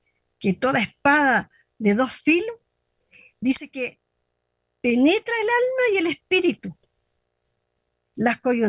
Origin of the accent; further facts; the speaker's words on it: Chile; tenemos una identidad como chilenos